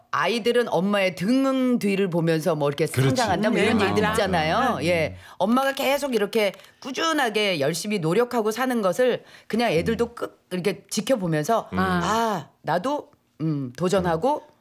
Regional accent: Jeolla, South Korea; 저는 전라도 사람인데 경상도 사투리를 쓰는 거에 있어서 두려움이 생겨서

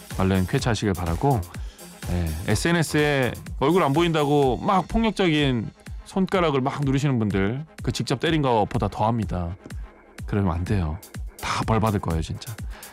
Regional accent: South Korea; 우리나라 배우가 공개하다니 너무 신기하고 같은 한국인으로서 뿌듯했어요.

